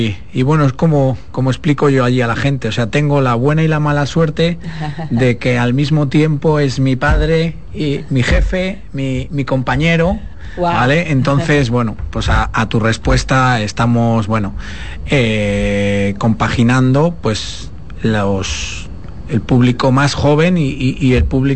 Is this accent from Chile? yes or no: no; Spain; vengo de España